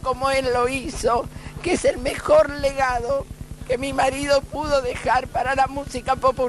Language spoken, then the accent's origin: Spanish; Argentina